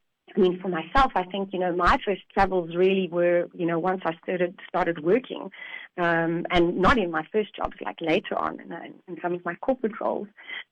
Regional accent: South Africa; me being proudly South African

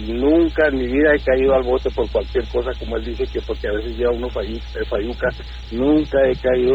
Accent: Valle de Juárez, Chihuahua, Mexico; born there; Yo soy nacido en el Valle de Juárez 100%.

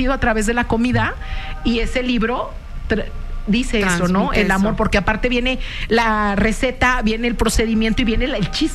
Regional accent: Guadalajara, Jalisco, Mexico; Claro, yo soy de Guadalajara.

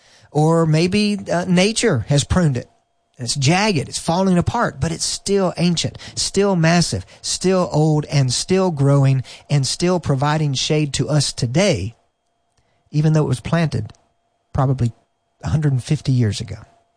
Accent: the South, United States; In my hometown, there's a little community. It's very old. It was started probably 100 years ago, kind of a mill town. You know, in the South, there's a lot of mill towns.

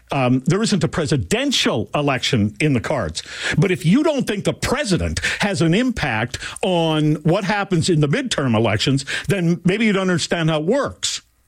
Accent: Manitoba, Canada; also born or lived in United States; Some people even think I'm American, but I'm not. I'm from Manitoba.

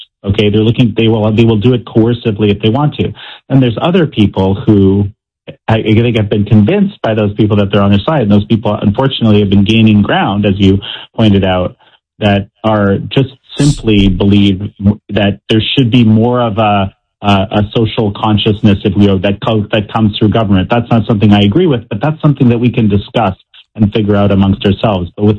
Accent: Canada; I grew up in Canada, of all places, in the 80s, right? In the 70s and 80s. This is one of the freest societies that ever existed.

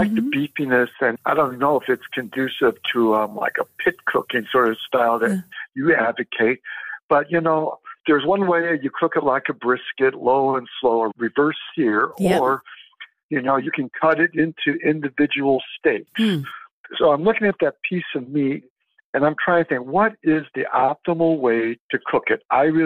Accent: Scottsdale, Arizona, United States; Hi, Genevieve. … I'm from Scottsdale, Arizona.

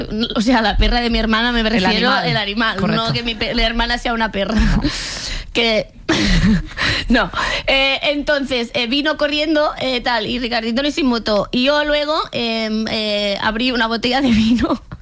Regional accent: Catalonia, Spain

